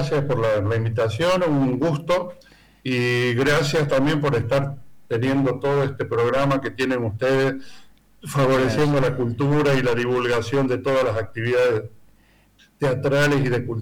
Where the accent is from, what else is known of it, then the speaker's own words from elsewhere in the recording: Argentina; somos argentinos